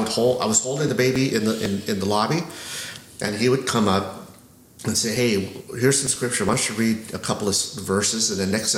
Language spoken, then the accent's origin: English; San Diego, California, United States; Okay. Well, I grew up in San Diego, right there on the coast, a little area of San Diego called Tierra Santa. And my dad was in the Navy. My mom was a nurse. You're probably thinking that I'm Filipino, and yes, I am Filipino.